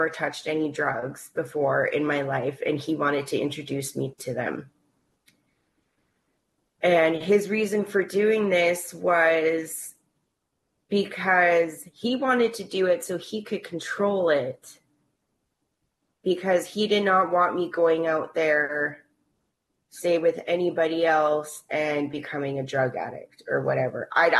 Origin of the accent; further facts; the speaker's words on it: Agassiz, British Columbia, Canada; also born or lived in Vernon; I was born into the Okanagan Indian Band up in Vernon, BC. And I was put into the foster care system as a baby. And I was adopted by … from Agassiz, from the Stateless Reservation.